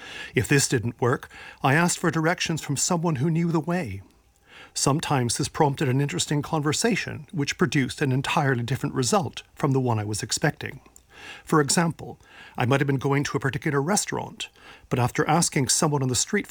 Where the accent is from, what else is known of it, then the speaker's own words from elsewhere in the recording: Toronto, Ontario, Canada; Growing up in Toronto, I can remember using a city street guide, which listed the names of all the thoroughfares, the crossroads, and the street numbers